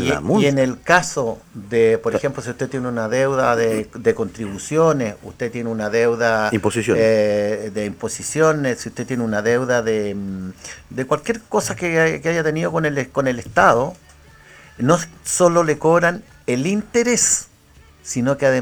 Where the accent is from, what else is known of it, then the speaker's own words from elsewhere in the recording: Chile; ya como chilenos estamos cabreados.